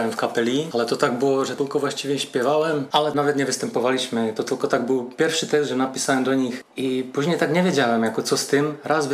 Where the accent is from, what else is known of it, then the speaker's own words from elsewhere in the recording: Třinec, Moravian-Silesian Region, Czechia; No tak, ja urodziłem się w Trzyńcu, mieszkałem w Trzyńcu i uczyłem się do szkoły podstawowej na tarasie